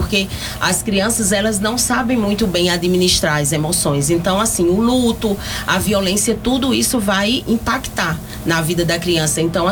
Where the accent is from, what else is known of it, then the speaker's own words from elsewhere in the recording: Pernambuco, Brazil; moved away as an adult; now in Anápolis, Brazil; eu não sou napolina, eu sou pernambucana, né? Eu caí aqui de paraquedas.